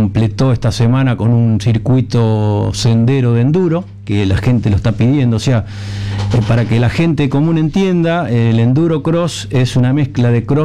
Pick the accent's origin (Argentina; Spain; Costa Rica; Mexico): Argentina; Casilda, Santa Fe; Pero la mayoría de los integrantes somos de Casilda